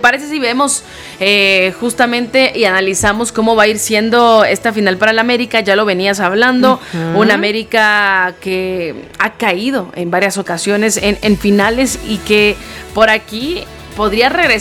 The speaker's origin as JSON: {"language": "Spanish", "country": "Guatemala", "moved": "yes", "said": "yo que vengo de Guatemala"}